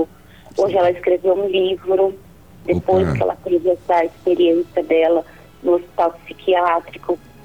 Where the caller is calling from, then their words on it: Magda, São Paulo, Brazil; Você fala de Magda, São Paulo.